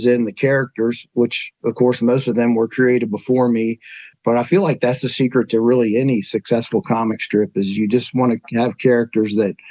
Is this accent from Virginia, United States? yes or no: yes; Covington, Virginia, United States; also born or lived in Clifton Forge, Virginia; now in Harrisonburg, United States; I was born in Clifton Forge, Virginia, and I grew up in my young childhood in Covington, Virginia, and we still have a family farm in Allegheny County, so I'm no stranger to, like, mountain communities. I love them, and I live in them.